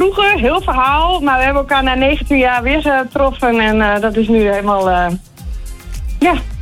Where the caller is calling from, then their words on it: Woldendorp, Groningen, Netherlands; uit Woldendorp.